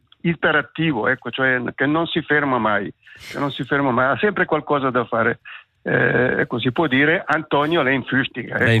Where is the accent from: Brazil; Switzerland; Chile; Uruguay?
Switzerland; Camorino, Ticino; accent: Camorino dialect; Il nostro dialetto, il dialetto di Camorino, era piuttosto chiuso, si usava molto presente la U